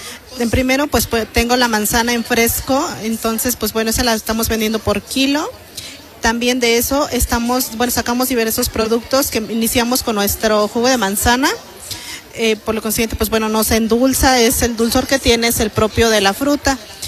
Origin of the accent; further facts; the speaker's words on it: Atzingo, Morelos, Mexico; Mi comunidad es Atzingo, y pues bueno, de ahí venimos varios productores a hacer nuestra exposición